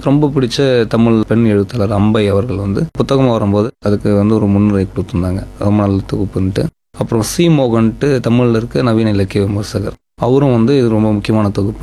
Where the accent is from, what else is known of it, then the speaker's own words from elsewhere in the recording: India; also born or lived in Kanchipuram; now in Chennai, India; நான் கிராமத்தில் பிறந்து வளர்ந்தவன், படித்தது நகரத்தில் காஞ்சிபுரம், இப்போ வாழ்ந்துட்டு இருக்கிறது சென்னை மாநகரம்.